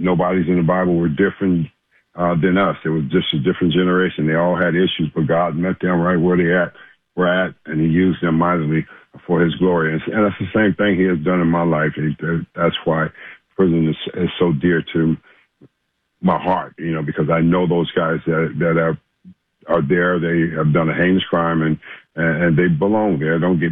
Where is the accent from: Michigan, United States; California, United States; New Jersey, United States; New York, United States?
California, United States; Los Angeles; And because I'm born and raised in South Central, I know how to defend myself.